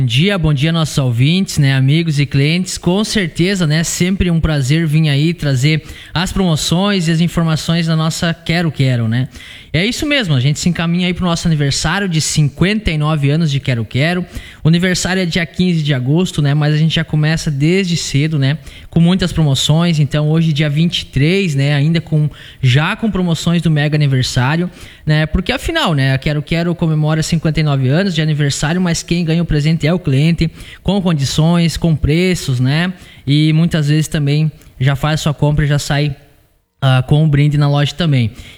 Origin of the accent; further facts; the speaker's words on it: Palmitinho, Rio Grande do Sul, Brazil; Eu sempre falo que hoje eu tenho orgulho de lembrar de onde vim, né? Do interior lá de Palmitinho, então, filhos de pai e mãe, né? Do interior, né?